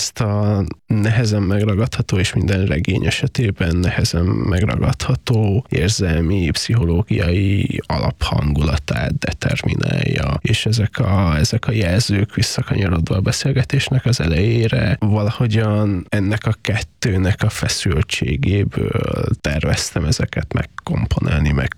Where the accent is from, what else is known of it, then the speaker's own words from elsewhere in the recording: Transylvania, Romania; a saját Erdélyhez való viszonyomnak és a szülőföldemmel kapcsolatos érzéseimnek, gondolataimnak az objektivációja is.